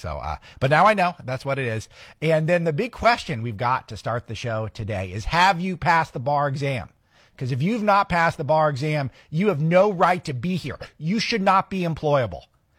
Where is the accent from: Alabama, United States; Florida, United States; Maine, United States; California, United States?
California, United States; I come from California.